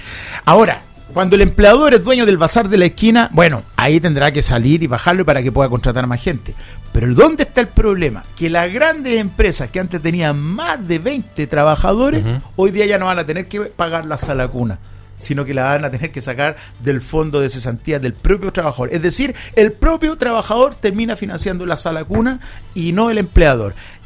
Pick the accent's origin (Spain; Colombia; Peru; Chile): Chile